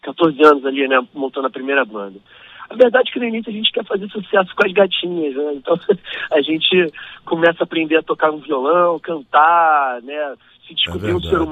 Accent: Rio de Janeiro, Brazil; Sou carioca da gema. Vivi aqui no Rio de Janeiro, eu tive uma educação muito tradicional, assim, né?

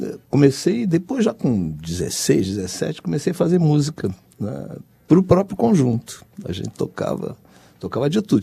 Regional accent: Rio de Janeiro, Brazil; Eu sou do Rio. Nascido e criado no Rio de Janeiro, sou de Jacarepaguá, Madureira.

